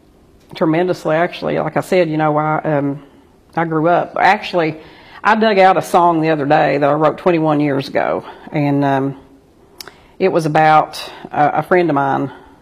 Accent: Appalachia, United States; growing up in Appalachia, or, you know, being in the country

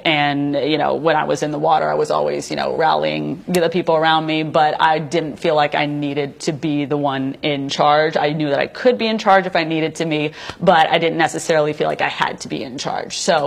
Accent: Maine, United States; also born or lived in Manhattan, New York; me growing up in Maine, we are very stubborn people, and we like to do things that go against the trends.

